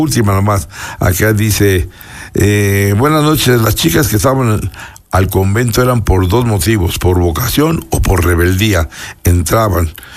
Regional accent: Puebla, Mexico; Los poblanos no lo conocemos.

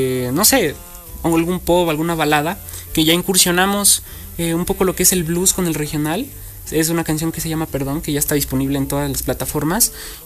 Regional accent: Mexico; Amo mi país, amo mi México y pues soy muy, como lo ven, ¿no? Soy muy, muy mexicano.

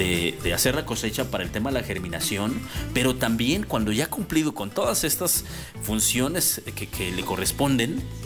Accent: Puebla, Mexico; no solamente como poblanos, ¿no?, sino somos orgullosamente el municipio de Ecatepec

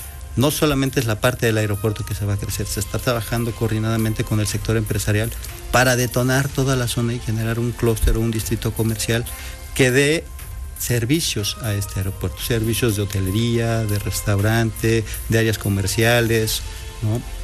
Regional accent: Puebla, Mexico

